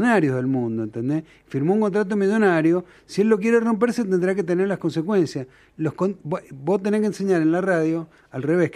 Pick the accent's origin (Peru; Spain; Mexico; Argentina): Argentina; Y no estoy de acuerdo con vos, soy muy argentino, los contratos están hechos para romperse.